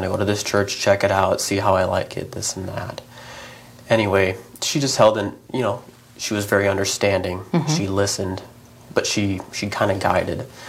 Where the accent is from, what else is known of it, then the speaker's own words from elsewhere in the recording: Mitchell, South Dakota, United States; moved away as an adult; So I was born and raised in Mitchell, South Dakota, and I lived there actually all 18 years of my adolescent life, or whatever.